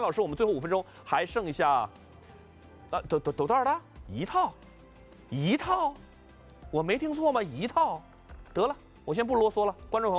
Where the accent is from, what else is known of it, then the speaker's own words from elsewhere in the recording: China; 人家你要是造假的话，我们中国人也不答应呀，对不对？